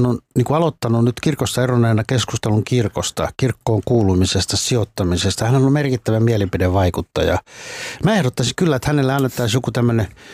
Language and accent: Finnish; Uusimaa, Finland; Säkin on jostakin Kainuusta lähtöisin ja mä oon Uudeltamaalta